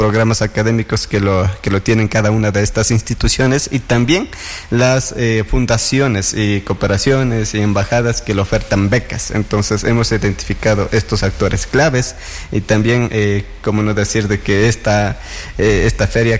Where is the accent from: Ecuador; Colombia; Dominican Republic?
Ecuador; Cotopaxi; uno también viene de la comunidad rural. Yo soy de Tigua